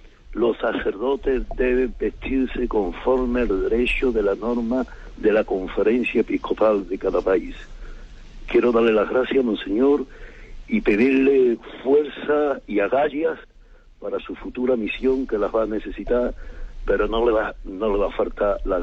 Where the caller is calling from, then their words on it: Seville, Andalusia, Spain; de Sevilla.